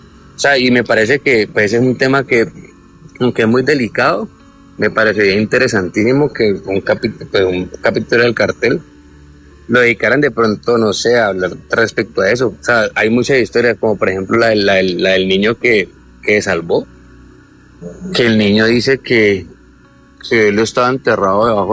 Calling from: Cali, Valle del Cauca, Colombia

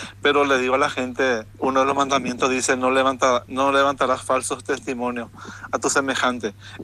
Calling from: Paraguay; nosotros los paraguayos

